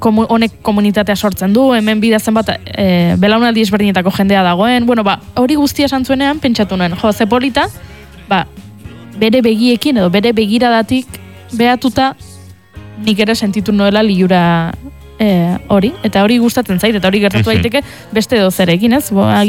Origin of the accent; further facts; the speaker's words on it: Tolosa, Basque Country, Spain; gure herrian, nire herrian, Tolosan